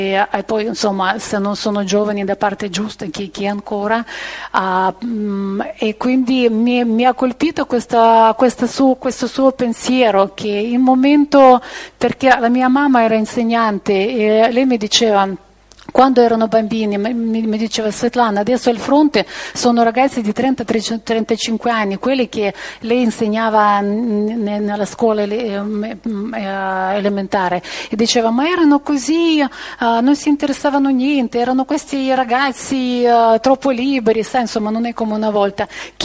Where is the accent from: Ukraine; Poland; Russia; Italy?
Ukraine